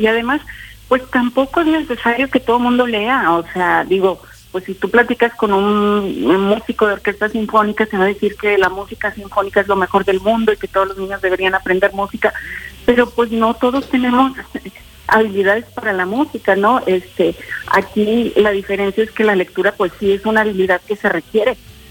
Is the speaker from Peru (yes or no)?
no; Mexico; yo soy mexicana